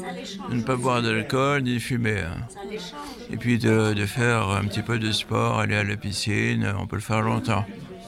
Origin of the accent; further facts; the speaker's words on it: Paris, Île-de-France, France; moved away as an adult; now in Oise, France; Boulevard Montparnasse, dans le 14e. En face, c'était l'église Notre-Dame-des-Champs. C'est là que j'allais jouer avec mes copains quand j'étais petit au square.